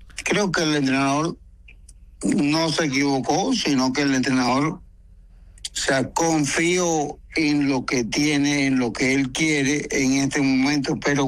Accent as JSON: {"language": "Spanish", "country": "Colombia", "said": "yo como colombiano"}